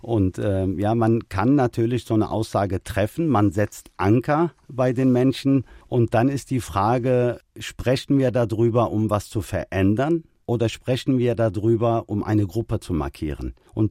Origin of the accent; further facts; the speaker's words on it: Germany; Ich gehöre in diese Gesellschaft. Ich bin Deutscher, aber ich habe auch eine Identität. Ja, das kann die türkische, arabische, kurdische Identität sein.